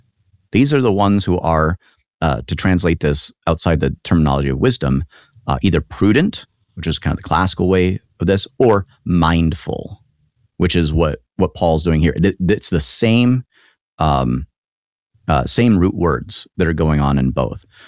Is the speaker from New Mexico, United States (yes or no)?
yes; New Mexico, United States; now in Midwest, United States; So, I'm not a Midwesterner by birth or anything. I'm from New Mexico originally. But having been in the Midwest for a while